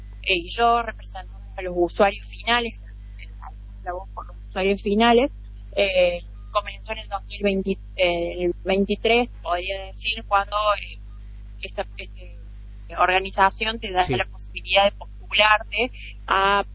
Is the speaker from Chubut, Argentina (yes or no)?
no; Córdoba, Argentina; yo soy egresada de la Universidad Nacional de Córdoba. Estudié derecho aquí en mi ciudad